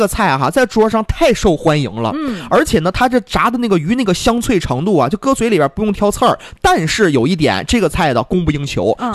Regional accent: Northeast China, China

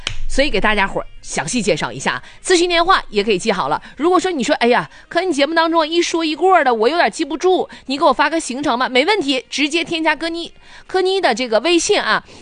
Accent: Harbin, Heilongjiang, China; 土生土长哈尔滨人，对海有一份情怀

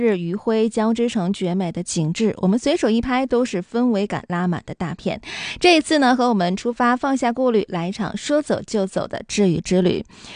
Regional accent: Harbin, Heilongjiang, China; 它离我们哈尔滨是近在咫尺的

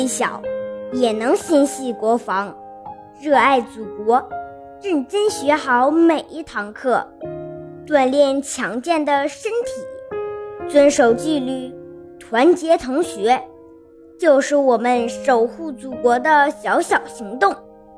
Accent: Raohe, Heilongjiang, China; 我的家乡饶河坐落在美丽的乌苏里江畔

